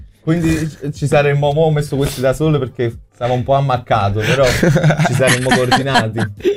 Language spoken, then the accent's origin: Italian; Naples, Campania, Italy; now in Milan, Italy; Io sono di Napoli